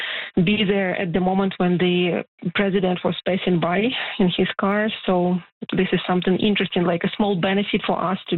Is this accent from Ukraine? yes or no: yes; Eastern Ukraine, Ukraine; moved away as an adult; now in Calgary, Canada; I came to Calgary almost 4 years ago. Actually, in October, it will be 4 years ago. Originally, I'm from eastern part of Ukraine, and my hometown was first invaded in 2014.